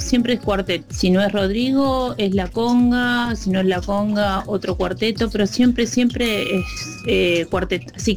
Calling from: Berazategui, Buenos Aires Province, Argentina; de Berazategui.

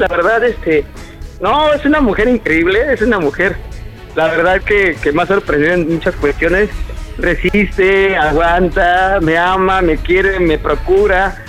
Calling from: Mexico City, Mexico; soy de la Ciudad de México.

